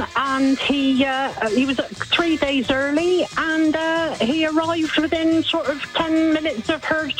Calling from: Radstock, South West England, United Kingdom; From Radstock, just south of Bath.

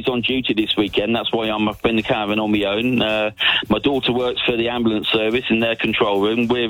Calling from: South East England, United Kingdom; I'm actually not from North Yorkshire. I'm just on top of the North Yorkshire moors at the moment in my caravan. I'm actually from Oxfordshire.

